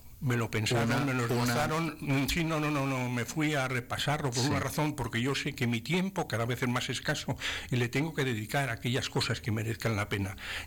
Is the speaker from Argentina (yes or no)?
no; Segovia, Castile and León, Spain; somos segovianos en el mejor sentido de la palabra. Yo, señor, soy de Segovia, y eso imprime carácter y calidad y dignidad.